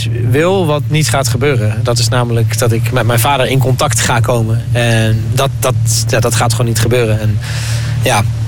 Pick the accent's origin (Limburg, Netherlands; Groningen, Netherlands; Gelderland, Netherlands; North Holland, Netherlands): Groningen, Netherlands; Want toen ik jong was, dacht ik echt, moet ik hier in Groningen?